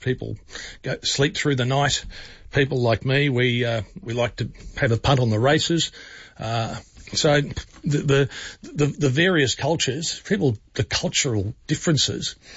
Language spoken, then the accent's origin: English; London, United Kingdom; accent: Cockney English; now in Australia; I was brought up in East London. In an East London family, migrated in the 60s. My accent till the early 80s was Cockney English.